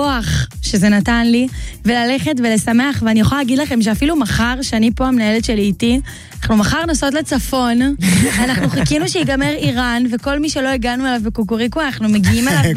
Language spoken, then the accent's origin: Hebrew; Or Yehuda, Tel Aviv District, Israel; אני מאור יהודה.